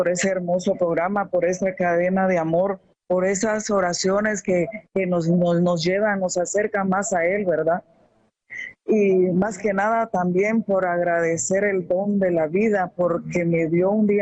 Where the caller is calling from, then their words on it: Zacapa, Guatemala; estoy llamando de Guatemala, del oriente del país, Zacapa